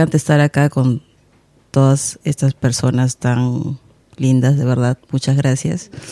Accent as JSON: {"language": "Spanish", "region": "Lima", "country": "Peru", "said": "vengo de Lima. Bueno, toco guitarra, hago música criolla peruana, básicamente géneros de la costa del Perú."}